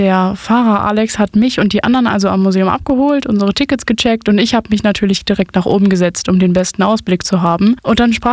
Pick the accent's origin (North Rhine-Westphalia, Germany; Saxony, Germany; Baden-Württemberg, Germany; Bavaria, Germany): North Rhine-Westphalia, Germany; Essen; Als gebürtige Essenerin habe ich mich als pudelwohl gefühlt.